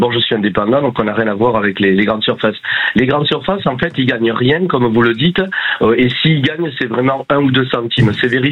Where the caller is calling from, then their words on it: Mont-de-Marsan, Nouvelle-Aquitaine, France; je suis à Mont-de-Marsan